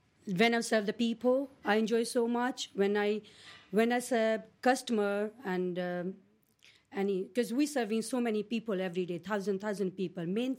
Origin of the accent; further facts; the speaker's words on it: India; English is a second language; I'm come from India. So when I apply the job here, I just normal.